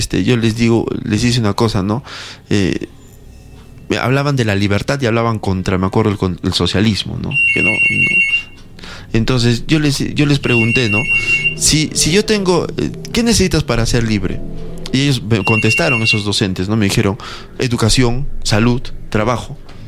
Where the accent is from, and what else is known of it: Peru